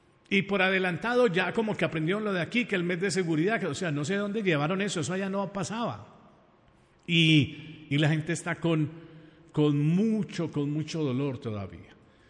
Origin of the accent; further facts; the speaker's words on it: Pereira, Risaralda, Colombia; Los que somos de Pereira